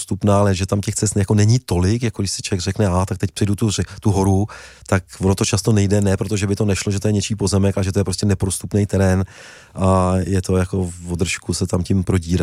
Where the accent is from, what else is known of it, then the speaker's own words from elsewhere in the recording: Bohemia, Czechia; já jsem že jsem z Čech, jako zvyklý na to, že jsou všude turistické cesty.